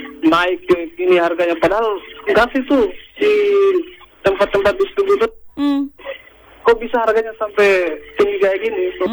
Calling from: Indonesia

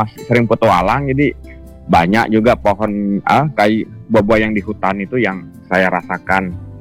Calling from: Deniang, Bangka Belitung Islands, Indonesia; kami di Deniang ini

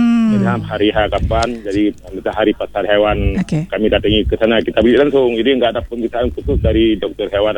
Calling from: Aceh, Indonesia; Kami saya dari Aceh Utara ini, kebetulan ini kami ini banyak dari pelosok-pelosok kampung.

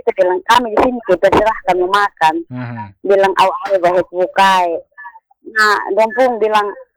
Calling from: Niki-Niki, East Nusa Tenggara, Indonesia; Kalau kami di Niki-Niki

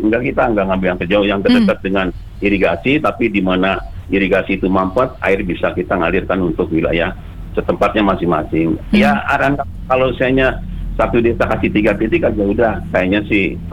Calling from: West Java, Indonesia

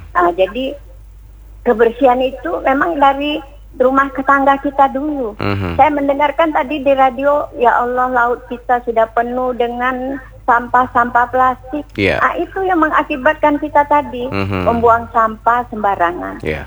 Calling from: Tanjung Pinang, Riau Islands, Indonesia; kita sebagai warga Kota Tanjung Pinang

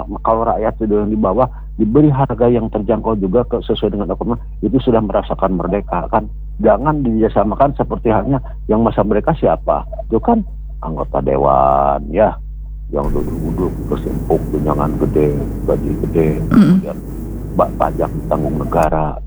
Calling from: West Java, Indonesia; Jauh, saya dari Jawa Barat.

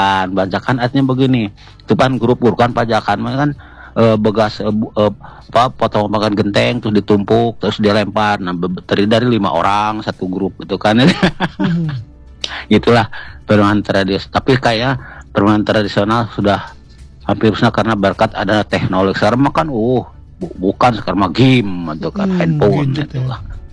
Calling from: Bandung, West Java, Indonesia

